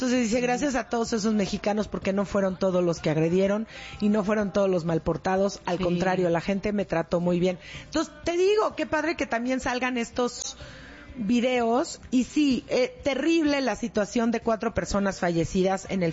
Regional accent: Mexico; No hablo contra México, hablo desde México. Lo digo siendo mexicano, uno que ha cargado su bandera por el mundo entero con orgullo.

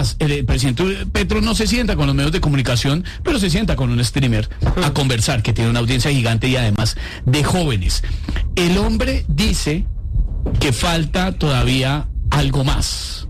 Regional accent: Bogotá, Colombia; accent: rolo; que se me salía mucho dos dejes, de dos cositas que uno habla mucho como rolo.

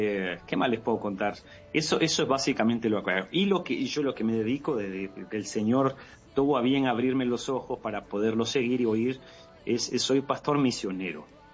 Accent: Florencio Varela, Buenos Aires Province, Argentina; also born or lived in Guatemala / United States; now in Antigua Guatemala, Guatemala; Soy de Buenos Aires, de la provincia de Florencio Varela, que está hacia el sur de allí exactamente, pero hace más de 20 años nosotros nos mudamos para, mi familia salió para Guatemala y luego yo me fui a Estados Unidos y tengo que casi 9 meses, 10 meses de vivir acá en Guatemala.

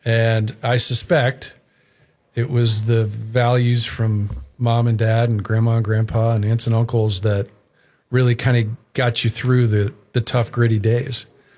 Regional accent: Texas, United States; moved away; I'm the son of a Bronx. While I grew up in Texas, this part of the country, you know, New York, New Jersey, is really in my blood.

